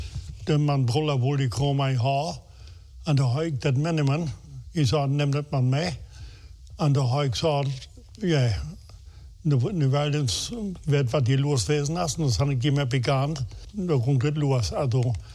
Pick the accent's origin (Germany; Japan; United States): Germany; Friesland, Lower Saxony; komme ich aus Friesland.